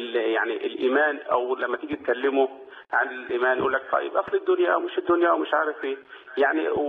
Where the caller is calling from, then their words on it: Egypt